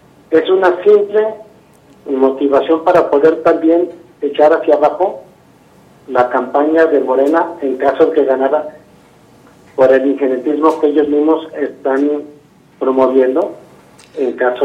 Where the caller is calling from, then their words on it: Fresnillo, Zacatecas, Mexico; De aquí de Tresillo.